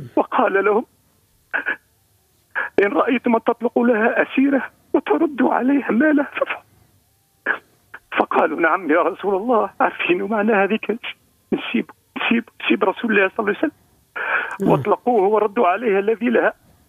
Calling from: Gafsa, Gafsa Governorate, Tunisia

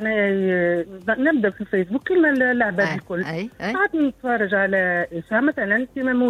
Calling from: southern Tunisia, Tunisia; وأنا نسكن في الجنوب أصلي من الجنوب

